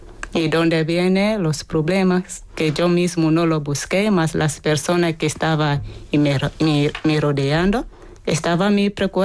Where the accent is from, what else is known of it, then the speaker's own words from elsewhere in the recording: Cabinda, Angola; moved away as an adult; now in Madrid, Spain; Yo vengo de Angola. Uh-huh. Mi ciudad se llama Cabinda.